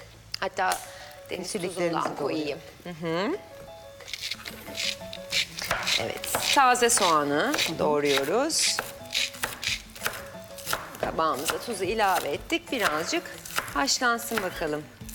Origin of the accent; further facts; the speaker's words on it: Nazilli, Aydın, Turkey; moved away; biz de Ege'liyiz ya, Nazilli'liyiz.